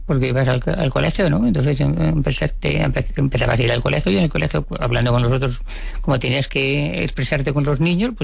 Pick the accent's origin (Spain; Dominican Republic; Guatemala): Spain; Madrid, Community of Madrid; yo soy de Madrid, entonces no soy nacida cerca del mar.